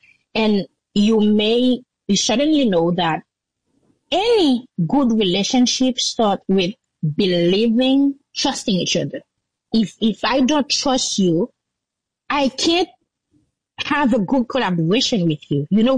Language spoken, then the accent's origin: English; Jacmel, Sud-Est, Haiti; the road leading to Jacmel, my hometown, was closed through Multisal, which is like, you know, a very big region in Port-au-Prince.